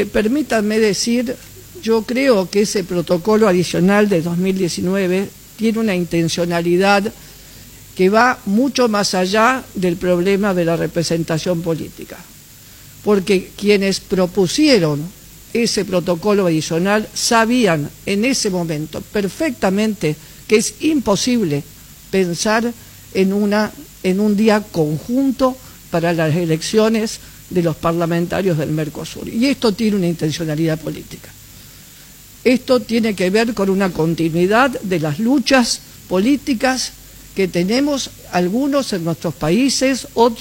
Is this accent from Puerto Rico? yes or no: no; Argentina; en mi país, en la República Argentina